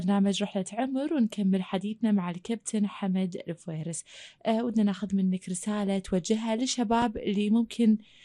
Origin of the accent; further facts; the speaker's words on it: Kuwait; عندنا في الكويت